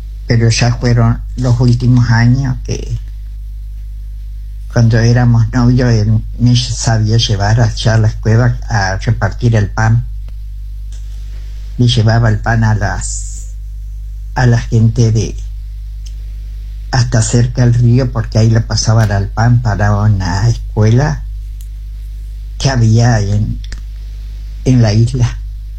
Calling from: Maciel, Santa Fe, Argentina; tuve 5 hijos con Alba, estoy acá en Maciel, vivo en Maciel, todos se criaron

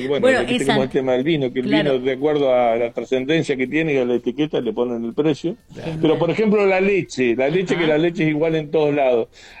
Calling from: Chubut, Argentina; Mira, vivo en Chubut, que es al lado de Río Negro.

